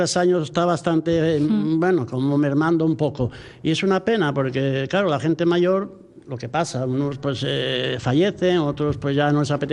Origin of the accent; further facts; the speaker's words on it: Asturias, Spain; si somos asturianos para uno, yo creo que somos asturianos para todo.